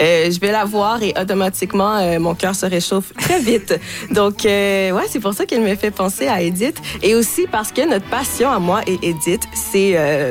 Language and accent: French; Haiti; Bien, c'est ça, je suis haïtienne, toutes les deux, on